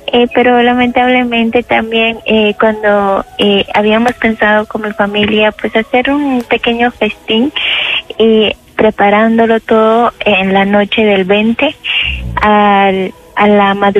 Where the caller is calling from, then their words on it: Guatemala; más que todo por mi pueblo de Guatemala